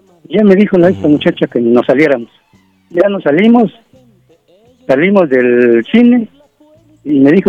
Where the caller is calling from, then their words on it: Tlalnepantla, State of Mexico, Mexico; de Tlanepantla.